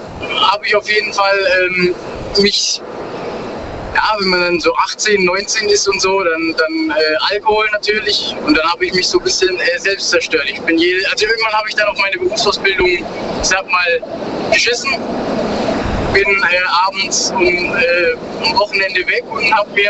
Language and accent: German; Baden-Württemberg, Germany